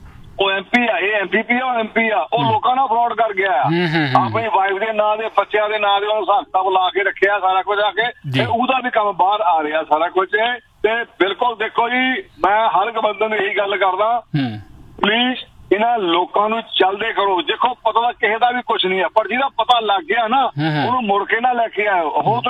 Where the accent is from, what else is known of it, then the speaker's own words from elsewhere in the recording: Punjab, India; now in Canada; ਭਾਈ ਵੀਰੋ ਇਹ ਜਿੱਦਾਂ ਨਾ ਪੰਜਾਬ ਚੋਂ ਦੁਖੀ ਹੋ ਕੇ ਅਸੀਂ ਇੱਥੇ ਆਏ ਗੌਰਮੈਂਟਾਂ ਤੋਂ, ਤੇ ਉਹੀ ਕੰਮ ਨੀ ਇੱਥੇ ਫੜ ਲਿਆ